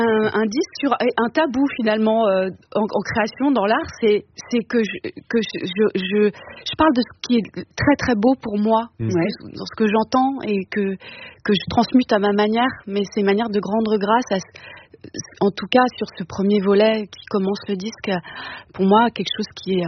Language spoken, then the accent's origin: French; France; Merci. On est de la France.